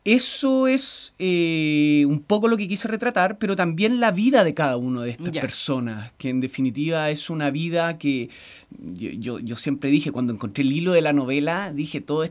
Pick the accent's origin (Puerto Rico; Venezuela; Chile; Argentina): Chile; northern Chile; moved away; en el norte, de donde vengo yo